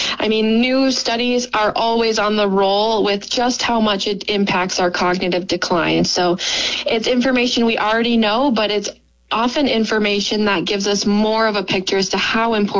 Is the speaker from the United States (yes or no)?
yes; Minnesota, United States; Like I said, I'm from Minnesota, so trying to get my roots here in Wisconsin